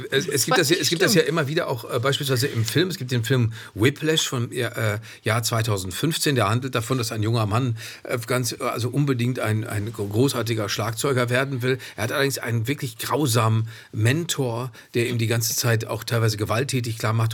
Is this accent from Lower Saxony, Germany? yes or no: no; Dortmund, North Rhine-Westphalia, Germany; ich stamme aus Dortmund, das ist wie Offenbach.